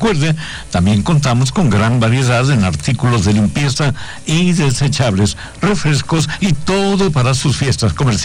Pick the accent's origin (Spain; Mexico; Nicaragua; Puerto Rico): Mexico; La Unión; moved away; allá en mi tierra. La Unión.